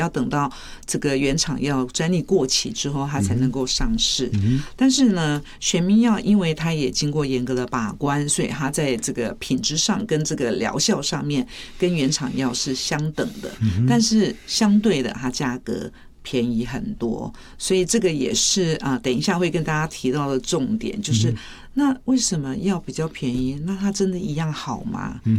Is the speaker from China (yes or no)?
no; Taiwan; 这个是很大的迷思，就是我们台湾人讲一句话叫做贵也较好，